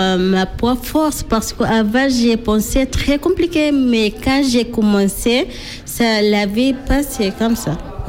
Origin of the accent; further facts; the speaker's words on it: Sudan; French is a second language; moved away as an adult; now in France; Je viens de Soudan.